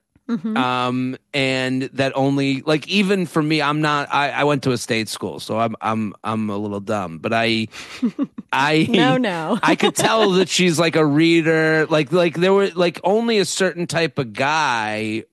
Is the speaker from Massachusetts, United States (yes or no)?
yes; Needham, Massachusetts, United States; I'm from Needham. So it's like cool to hear like all the, you know, 617 numbers and BU and all that stuff.